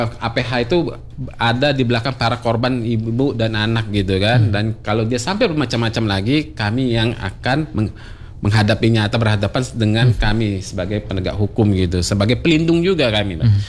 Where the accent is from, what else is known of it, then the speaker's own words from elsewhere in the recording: Palembang, South Sumatra, Indonesia; saya juga orang Palembang